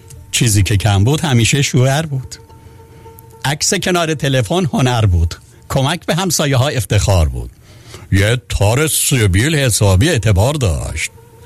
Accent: Iran; born there; moved away; یاد ایران بخیر، یاد زادگاهمون بخیر،

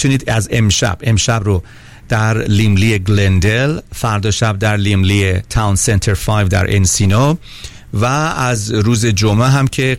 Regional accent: Iran; moved away; ما ایرانی هستیم

